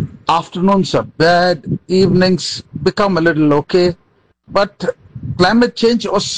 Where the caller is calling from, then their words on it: Mumbai, Maharashtra, India; I live in Mumbai, India.